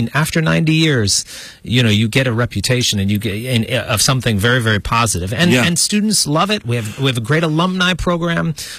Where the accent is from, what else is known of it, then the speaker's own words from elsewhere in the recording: New York City, New York, United States; moved away as an adult; now in Western North Carolina, United States; And I'm from New York City